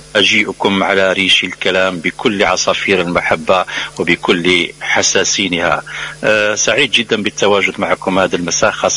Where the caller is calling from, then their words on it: Algeria; أنا أحييكم من الجزائر، أحيي مستمعين الكرام، مستمعي داعة تطاوين ومتذوقي الكلمة والأصدقاء في تونس الشقيقة